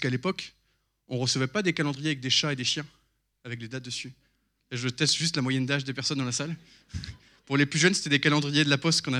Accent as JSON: {"language": "French", "region": "Brittany", "country": "France", "said": "Je suis breton"}